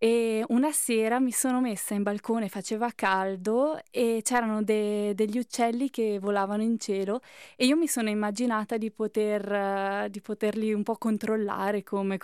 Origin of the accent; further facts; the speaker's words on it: Bolzano, Trentino-Alto Adige, Italy; Io sono cresciuta a Bolzano e i primi anni della mia vita li ho passati in Via Rovigo e con i miei vivevamo in una casetta piccolissima al quarto piano con un balconcino molto piccolo